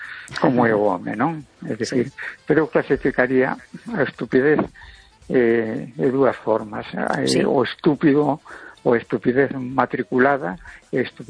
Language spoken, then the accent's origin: Spanish; A Coruña, Galicia, Spain